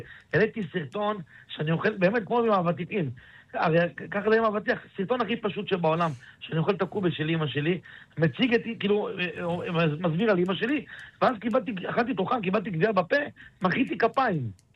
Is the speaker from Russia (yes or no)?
no; Zakho, Duhok Governorate, Iraq; אנחנו נקים לארבע מדינות. יש קורדים איראנים, קורדים סורים, קורדים טורקים וקורדים עיראקים. אנחנו באנו מעיראק.